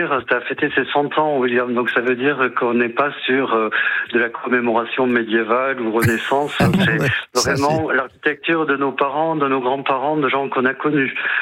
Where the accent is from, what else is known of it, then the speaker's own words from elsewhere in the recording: Toulouse, Occitanie, France; Je suis toulousain donc je parle sans crainte.